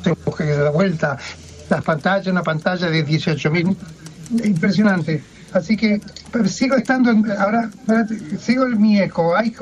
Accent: Argentina

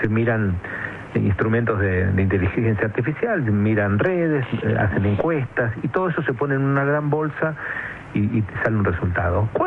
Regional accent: Argentina; now in United States

